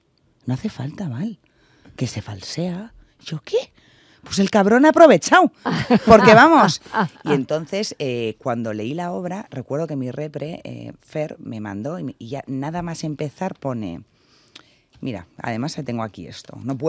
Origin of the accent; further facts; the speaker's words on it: Getxo, Basque Country, Spain; now in Madrid, Spain; Una calidad de vida que tenemos en Guecho.